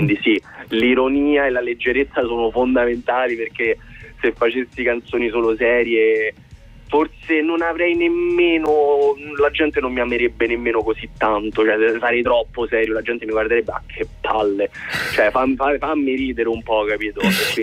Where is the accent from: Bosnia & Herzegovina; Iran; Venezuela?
Bosnia & Herzegovina; now in Italy; E naturalmente poi il fatto che io sia bosniaco, italo-bosniac